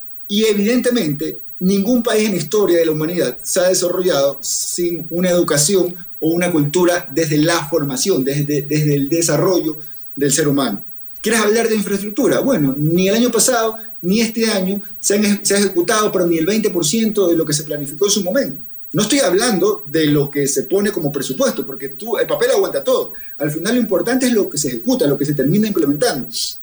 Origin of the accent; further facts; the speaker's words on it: Ecuador; nosotros como ecuatorianos